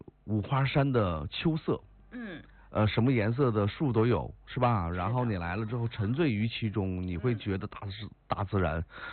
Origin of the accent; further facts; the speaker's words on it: Northeast China, China; 作为东北人